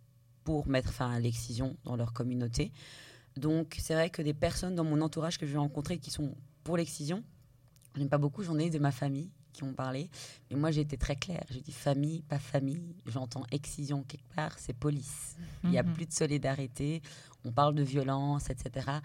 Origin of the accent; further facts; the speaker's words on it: Belgium; Moi, comme je suis née, j'ai grandi en Belgique